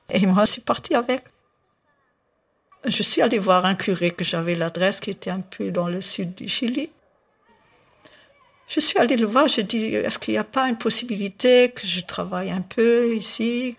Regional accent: Luxembourg; moved away as an adult; also born or lived in Chile; Entre-temps, j'avais connu les réfugiés chiliens qui sont venus en 1974 chez nous à Luxembourg.

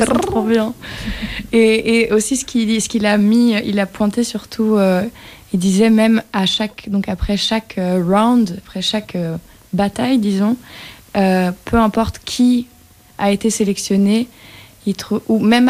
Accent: Brussels, Brussels-Capital Region, Belgium; Je suis belge bruxelloise et on communique en anglais.

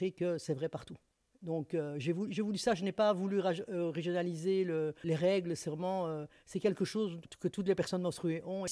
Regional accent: Liège, Wallonia, Belgium; mais aussi moi je suis liégeoise, donc j'ai commencé là où je connais, donc c'est-à-dire à Liège.

